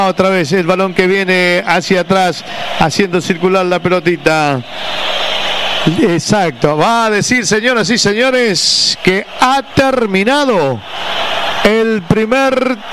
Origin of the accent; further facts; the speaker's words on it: Argentina; porque somos Argentina.